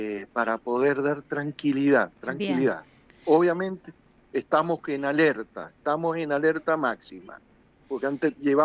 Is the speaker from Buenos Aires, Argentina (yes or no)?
no; Mendoza, Argentina; now in Panama; soy mendocino y bueno, vivimos en toda nuestra familia, vivimos acá en Panamá.